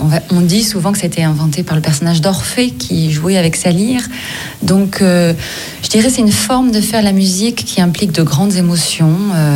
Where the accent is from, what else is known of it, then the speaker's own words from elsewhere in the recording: Provence-Alpes-Côte d'Azur, France; moved away as an adult; now in Gard, France; J'y habite. J'ai grandi dans le Vaucluse, de l'autre côté du Rhône. Mais depuis 13 ans, j'y habite. Alors un peu par intermittence, de par mon métier qui m'amène à voyager beaucoup.